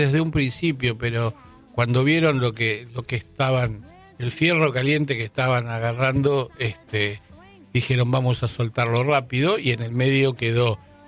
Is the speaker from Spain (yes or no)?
yes; Galicia, Spain; O sea, somos todos gallegos.